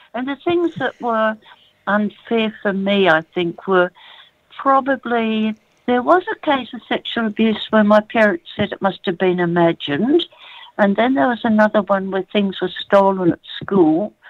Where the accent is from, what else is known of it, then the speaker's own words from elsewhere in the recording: Perth, Western Australia, Australia; I was born in Western Australia, which is, of course, Perth, and that was all sandy and sand hills. And the time I was born, I think Perth only had maybe 100,000 people. So, you know, it was lightly populated, and there was lots of bush, and there were animals, and there were birds everywhere